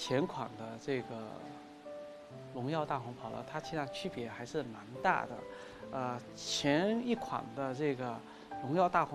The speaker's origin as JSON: {"language": "Chinese", "country": "China", "said": "更综合了我们中国人儒家的这种思想，"}